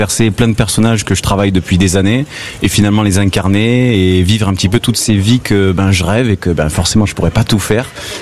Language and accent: French; Beaucaire, Occitanie, France; Moi je viens de Beaucaire, donc c'est à 1 demi-heure d'ici quoi.